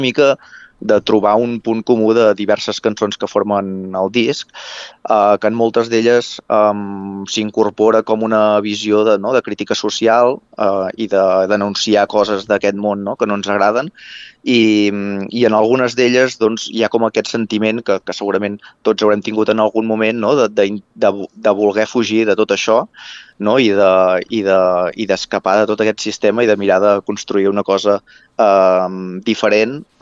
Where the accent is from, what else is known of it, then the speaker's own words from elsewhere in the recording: Berga, Catalonia, Spain; Els 4 membres del grup … som de Berga, del Berguedà